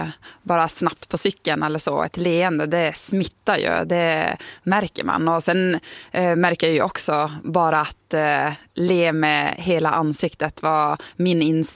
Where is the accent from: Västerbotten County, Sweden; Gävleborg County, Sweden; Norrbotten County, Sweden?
Norrbotten County, Sweden; Tärendö; moved away; Men däremot när jag bodde hemma i Tärende, så då hälsar man ju på alla. Det var en mindre